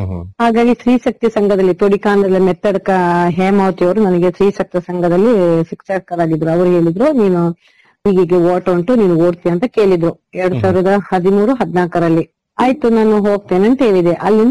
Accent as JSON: {"language": "Kannada", "town": "Sullia", "region": "Karnataka", "country": "India", "moved": "as an adult", "lives_now": "Bangarakodi, Kodagu, India", "said": "ಸುಳ್ಯ ತಾಲೂಕು ಆಲಿಟಿ ಗ್ರಾಮದ … ಹಾಗೂ ಸಣ್ಣವ ದಂಪತಿಗಳ ಪುತ್ರಿ."}